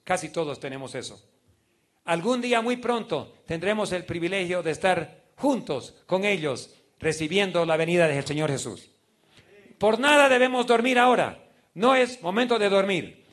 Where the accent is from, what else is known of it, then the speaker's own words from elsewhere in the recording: Beni, Bolivia; yo tenía apenas 11 años de edad. Estábamos por volver, yo me crié en el Beni.